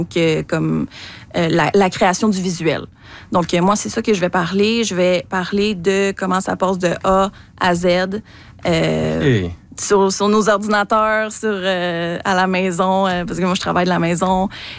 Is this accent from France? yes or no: no; Montreal, Quebec, Canada; Moi, je viens de Montréal.